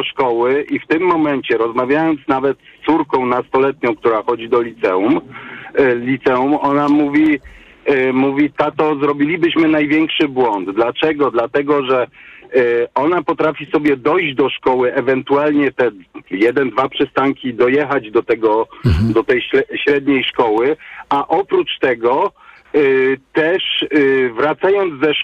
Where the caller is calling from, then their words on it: Kraków, Lesser Poland, Poland; Ja generalnie jestem z Krakowa, nie mieszkam w Krakowie. Kilka lat temu miałem taką możliwość wyprowadzić się poza Kraków na tak zwane przedmieścia.